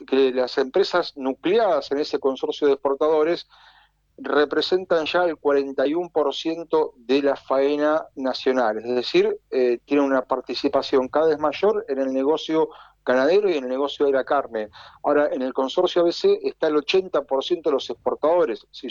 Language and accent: Spanish; Rosario, Santa Fe, Argentina; Sí, me acuerdo mucho de viajar a Rosario, de Buenos Aires a Rosario, porque yo soy rosarino, y sí me acuerdo de esos viajes en auto por la Panamericana